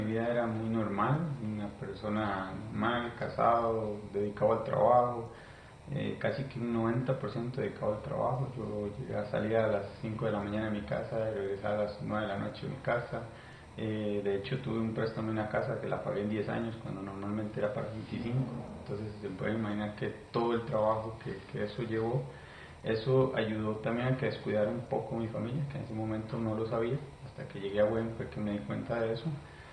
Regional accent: El Guarco, Cartago, Costa Rica; born there; yo nací en una provincia de acá de Costa Rica que se llama Cartago, específicamente en el Guarco.

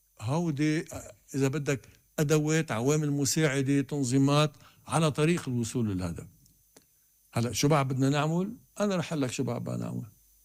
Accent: Lebanon

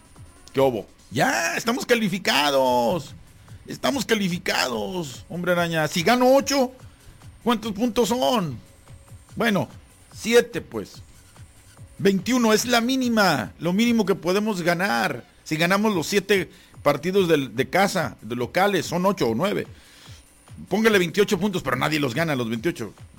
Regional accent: Mexico; La clásica de los mexicanos. Yo también soy mexicano, la clásica.

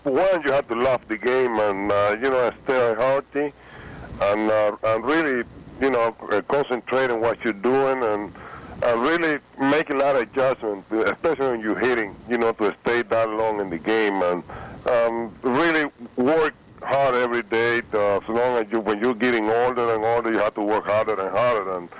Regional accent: Cuba; was from a small town down in Cuba. We used to listen to the Winter League in Cuba on radio because we are far from Havana. We don't have professional baseball where I was raising up.

